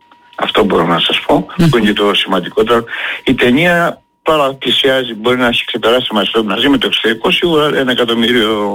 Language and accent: Greek; Crete, Greece; όπου και βρεθώ, όχι μόνο στην Κρήτη δηλαδή, λέω είμαι Έλληνας. Πρώτα απ' όλα είμαι κριτικός.